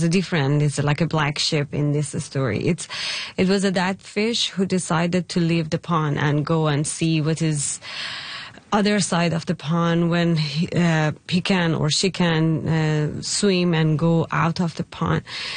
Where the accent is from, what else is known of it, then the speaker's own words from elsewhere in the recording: Iran; English is a second language; moved away; And I'm from Iran